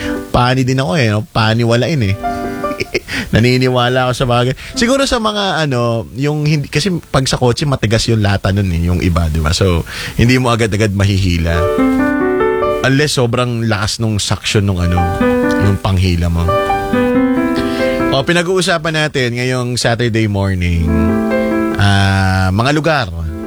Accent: Lopez, Calabarzon, Philippines; moved away as an adult; now in Manila, Philippines; proud ako na doon ako galing kasi hindi, alam ko din pag ibibida ko doon sa inyo, doon sa amin sa Lopez Quezon.

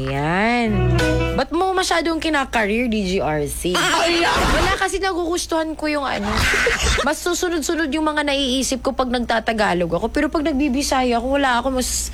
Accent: Visayas, Philippines; Tagalog is a second language; Alam ko naman na hindi pagkakaila na hindi naman mahahalata na bisaya ako.

